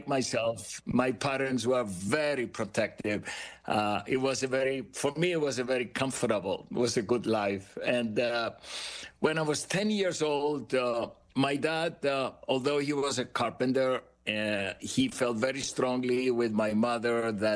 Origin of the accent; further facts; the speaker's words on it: Cyprus; was born on the island of Cyprus. I'm Greek Cypriots. Actually, my wife and I were both Greek Cypriots. We grew up in Cyprus.